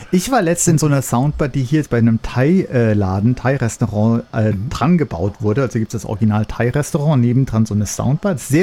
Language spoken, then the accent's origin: German; Saarland, Germany; moved away; aber seit dem 17. Mai dieses Jahres, 2026, sage ich jetzt, wenn mich jemand fragt, woher ich komme, sage ich, aus der Nähe von Elversberg.